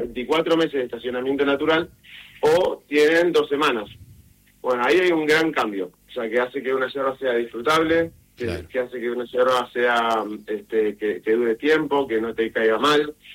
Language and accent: Spanish; Buenos Aires, Argentina